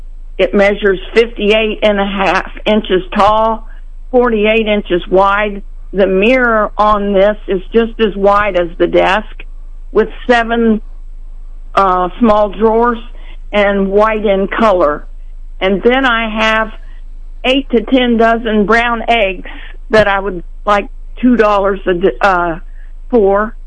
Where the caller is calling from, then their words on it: Marshall Junction, Missouri, United States; I'm calling from Marshall Junction area